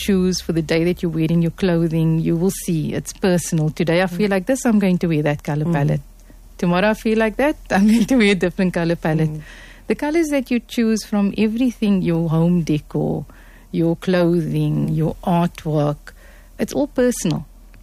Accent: Cape Town, Western Cape, South Africa; we come from Cape Town, and when I grew up and how I grew up wasn't, we were exposed to Arabic.

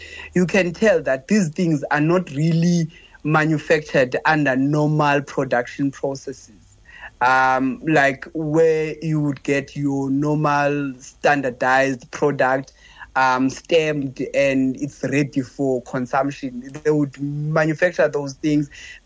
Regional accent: South Africa

